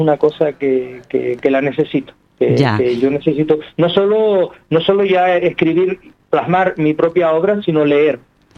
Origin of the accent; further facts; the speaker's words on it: Spain; Seré el último habitante nacido dentro de mi pueblo